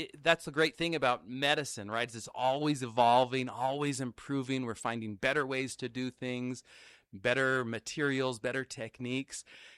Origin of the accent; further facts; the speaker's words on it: Alaska, United States; moved away as an adult; also born or lived in Hawaii / Provo, Utah / Virginia / Oregon; now in Utah, United States; I grew up in Alaska. I grew up in Kodiak and Juneau, Alaska. And then I've moved all over with my training since then, and including went to Hawaii for undergrad